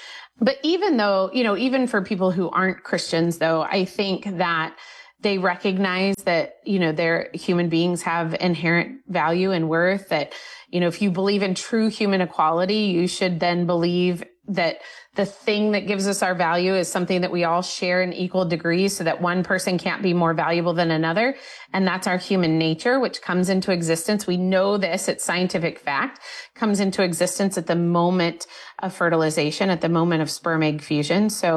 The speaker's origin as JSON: {"language": "English", "region": "Indiana", "country": "United States", "said": "states like my home state of Indiana"}